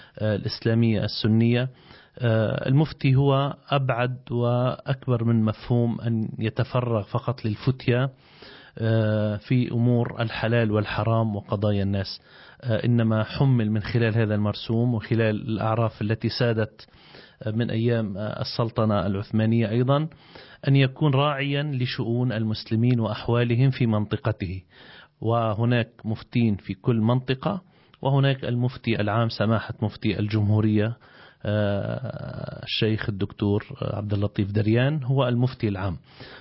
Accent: Lebanon; عندنا في لبنان

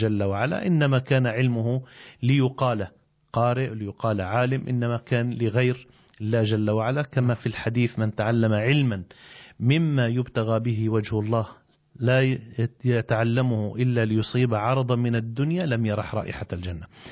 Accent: Lebanon; عندنا في لبنان

